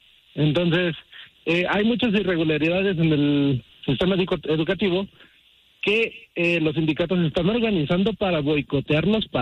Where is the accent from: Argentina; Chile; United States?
United States; No, porque bueno, yo crecí en Estados Unidos y recuerdo que el mundial lo veíamos